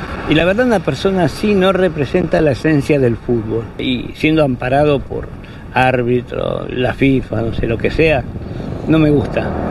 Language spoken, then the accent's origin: Spanish; Argentina; Como argentino me da vergüenza.